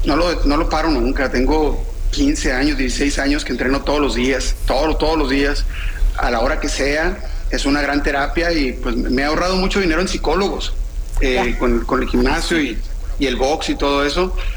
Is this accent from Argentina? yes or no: no; Sonora, Mexico; moved away as an adult; also born or lived in Mexico City; yo tengo buen rato que me salí de mi tierra. Yo me salí de aquí, de mi tierra, en el 97.